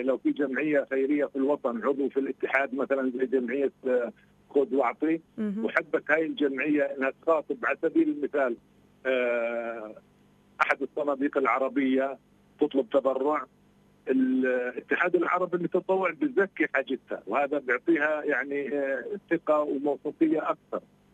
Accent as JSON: {"language": "Arabic", "country": "Palestine", "said": "وعندنا في فلسطين"}